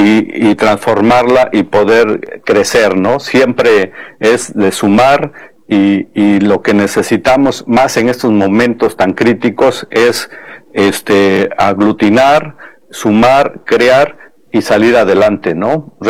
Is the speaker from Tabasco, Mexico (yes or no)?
no; Oaxaca, Mexico; muy orgullosos de nuestras raíces, de toda nuestra cultura y todo lo que representamos, ¿no? Como oaxaqueños. Y realmente enaltecemos y formamos parte de esta gran cultura y esta gran comunidad de oaxaqueños.